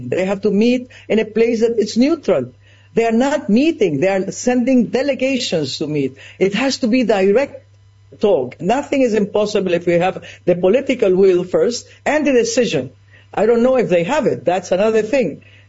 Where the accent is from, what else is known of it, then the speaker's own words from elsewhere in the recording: Ecuador; I was raised in Ecuador that Peru is my enemy. That as a child, a child, I went to school, that Peru was our enemy that took half of our land